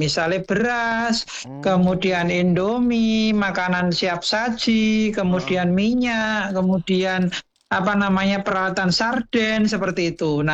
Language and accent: Indonesian; East Java, Indonesia; kita sebagai warga Jawa Timur